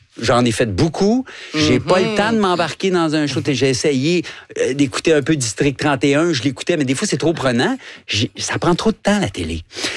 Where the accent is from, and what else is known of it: Guadeloupe; born or raised there